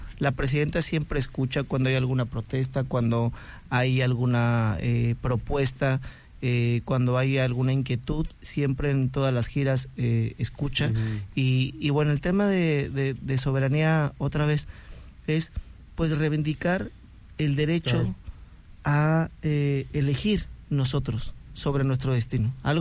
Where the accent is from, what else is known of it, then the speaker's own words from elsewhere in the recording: Mexico; Ahí somos mexicanos y mexicanas.